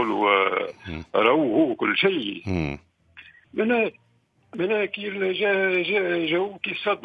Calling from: El Djem, Mahdia Governorate, Tunisia

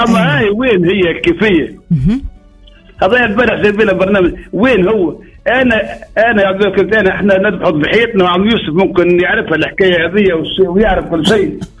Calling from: Tunisia; عندنا في تونس

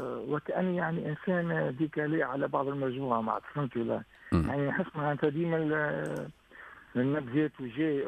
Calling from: Sfax, Sfax Governorate, Tunisia

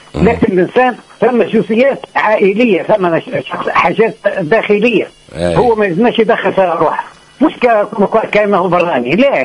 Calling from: southern Tunisia, Tunisia; ما تنكرش ما تقولش إني لا مانيش من الجنوب

